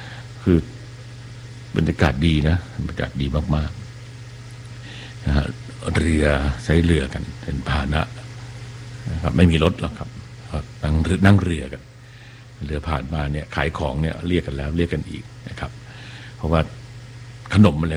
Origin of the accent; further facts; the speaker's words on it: Bangkok, Thailand; ซึ่งเราก็เป็นเด็กกรุงเทพนะฮะที่มีไฟฟ้าแล้วแล้วก็มีโทรทัศน์ดู